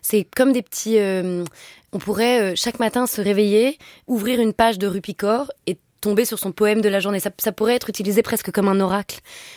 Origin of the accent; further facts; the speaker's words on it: France; born there; moi je suis née en France, mais ça a été une terre d'asile pour tous mes grands-parents.